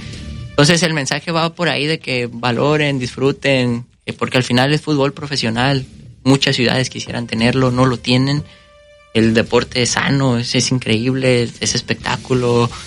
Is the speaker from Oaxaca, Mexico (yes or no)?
no; Mazatlán, Sinaloa, Mexico; now in Veracruz, Mexico; soy de Mazatlán